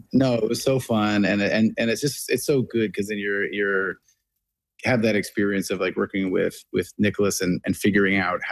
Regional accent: Clark's Harbour, Nova Scotia, Canada; Because it was always the Shag Harbor, and I always knew the town as Clark's Harbor

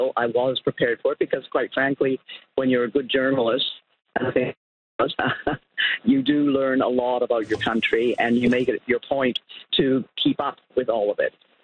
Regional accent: Ottawa, Ontario, Canada; I grew up in Ottawa, so and knew, you know, that it was the seat of government

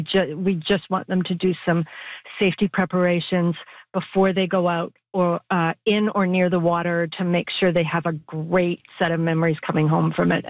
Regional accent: Canada; This is one of the things about being Canadian

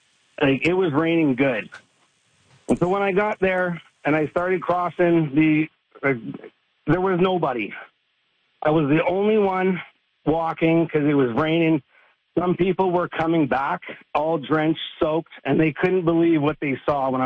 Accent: Windsor, Ontario, Canada; Being born and raised in Windsor, I always had, you know, just a love. It was like a treat going over there as a kid

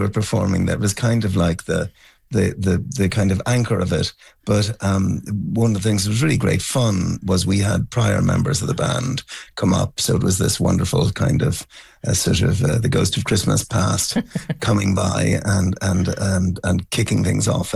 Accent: Ulster, Ireland; who was from County Cavan, which is where I grew up in Ireland.

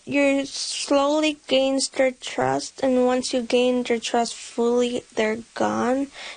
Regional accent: Hopedale, Newfoundland and Labrador, Canada; I'm from Hopedale, Labrador. What led me to this program is ever since I was a little girl, I always wanted to become a teacher, but more that I got older, I realized that it was truly what I wanted, because growing up in a small community

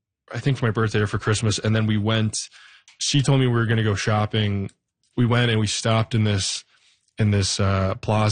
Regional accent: Galt, Ontario, Canada; Yes, I'm from Galt.

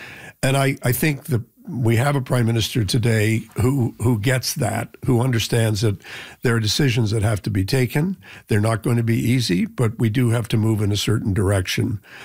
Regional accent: Canada

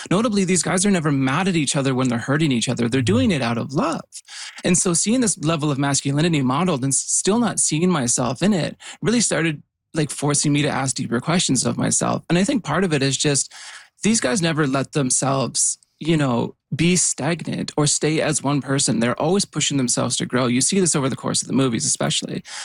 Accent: Yukon, Canada; I grew up in the Yukon

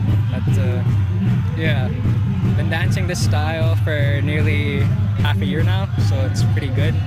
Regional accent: Summer Beaver, Ontario, Canada; I come from Neminamik, which is also known as Summer Beaver.

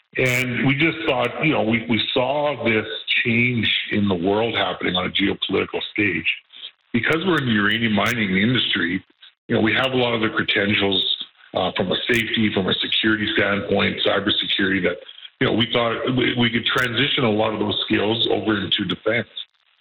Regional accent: Northwest Territories, Canada; I'm First Nation from Northwest Territories, lucky to be the CEO.

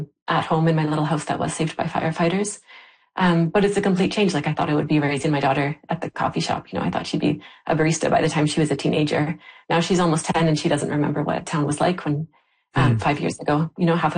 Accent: Lytton, British Columbia, Canada; And like I said, I grew up in Lytton, so I knew warm weather.

